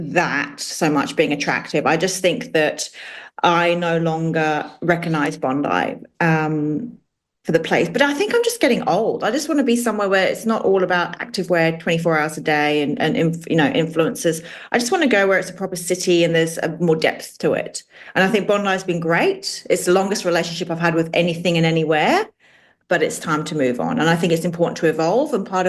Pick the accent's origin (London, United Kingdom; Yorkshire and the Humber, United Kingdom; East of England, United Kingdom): London, United Kingdom; He didn't live in England when we were growing up in London.